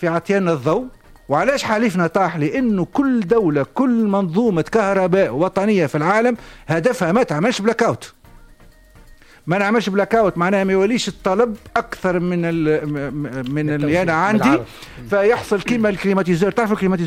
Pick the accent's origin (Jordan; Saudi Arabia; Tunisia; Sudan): Tunisia; احنا في تونس